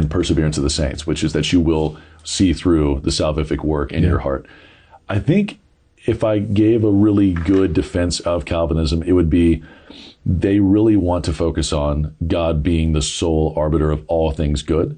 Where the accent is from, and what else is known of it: Douglasville, Georgia, United States; born or raised there